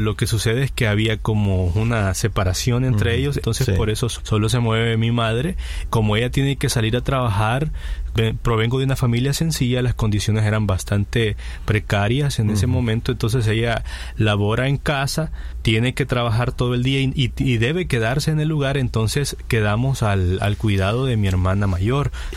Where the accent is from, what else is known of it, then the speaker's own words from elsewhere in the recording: San Salvador, El Salvador; also born or lived in Usulután; Nací en el oriente de nuestro país, El Salvador. Nací en Usulután.